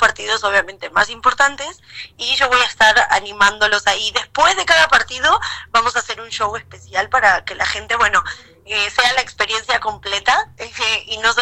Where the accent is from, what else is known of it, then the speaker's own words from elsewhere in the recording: Río Gallegos, Santa Cruz, Argentina; now in Mexico; vengo del culito del mundo, o sea, de hasta bajito, que nosotros venimos de ahí.